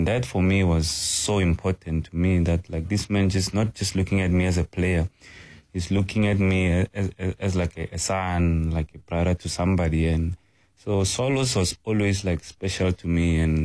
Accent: Limpopo, South Africa; moved away; I would always like trace it back to where I'm from. You know, I'm from Rampahlele

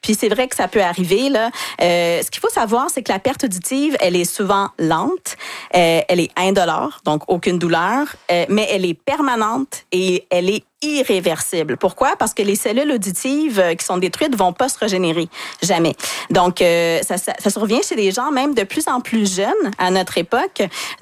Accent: Quebec, Canada; chez nous au Québec

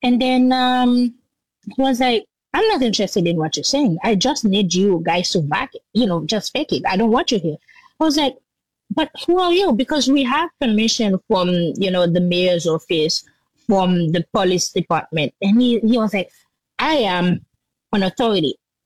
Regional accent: Jacmel, Sud-Est, Haiti; now in -; And the road leading to Jacmel, my hometown, was closed through Martissa, which is a very big region in Port-au-Prince.

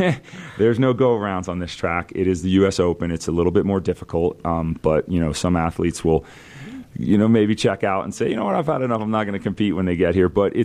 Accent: East Coast, United States; So locally, first of all, I'm from the East Coast, but we've moved a majority of our business to Utah.

